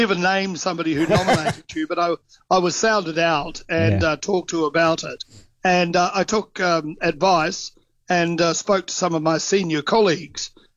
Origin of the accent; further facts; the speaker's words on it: Gore, Southland, New Zealand; Well, I'm a boy from Gore. Yeah. And when I was growing up there, never would have thought that this sort of thing could possibly ever happen to me.